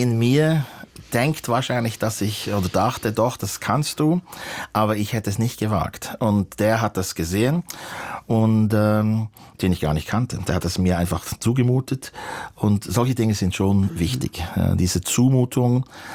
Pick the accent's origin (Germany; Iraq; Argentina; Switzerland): Switzerland; Bern; moved away; Ich bin da im Berner Oberland aufgewachsen. Das war damals und dort möglich. Quasi auf dem Land konnte man irgendwie leben